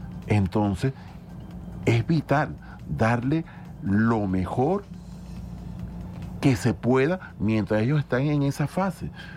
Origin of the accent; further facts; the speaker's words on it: Venezuela; yo estoy al frente de un país, yo tengo que responderle a un país como venezolano. Ahí se acabaron los colores políticos. Ahí somos Venezuela.